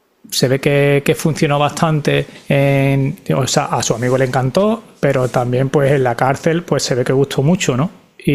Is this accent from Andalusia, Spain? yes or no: yes; Seville, Andalusia, Spain; Yo me he criado entre Los Pajaritos y Torreblanca, ¿no?